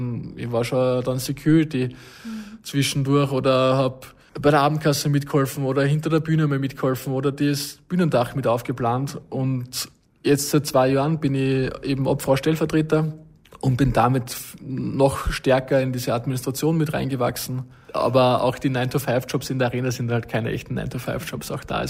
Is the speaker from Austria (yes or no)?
yes; Vienna, Austria; Ich bin in Wien aufgewachsen, aber mit Elternhaus oder Großelternhaus in Oberösterreich.